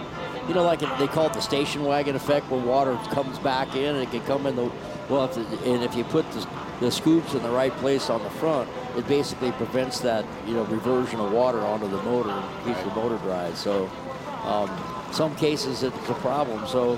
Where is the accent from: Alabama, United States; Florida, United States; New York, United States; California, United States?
Florida, United States; Born and raised in Central Florida, electrical contractor.